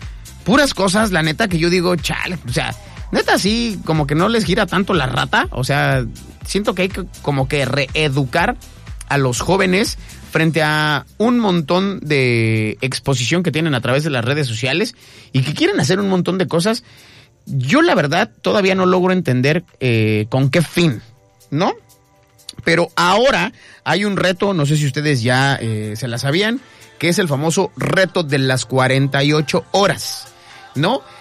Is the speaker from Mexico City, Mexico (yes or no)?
yes; Mexico City, Mexico; moved away; Se fue a la Capirucha, a mi tierra, la ciudad del smog.